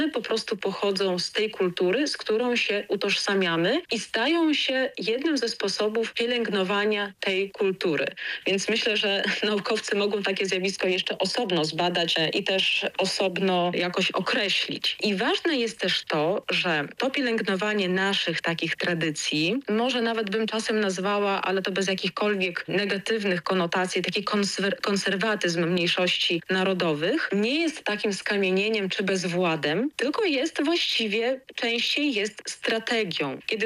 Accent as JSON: {"language": "Polish", "region": "Vilnius County", "country": "Lithuania", "said": "my też nie przyjechaliśmy z Polski, tylko od pokoleń tutaj mieszkamy."}